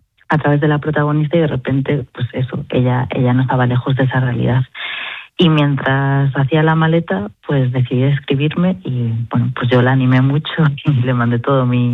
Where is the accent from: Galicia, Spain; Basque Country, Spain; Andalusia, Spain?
Galicia, Spain; now in Oviedo, Spain; Sí, bueno, llevo 5 años en Oviedo, o sea que soy gallega de nacimiento, pero también de identidad.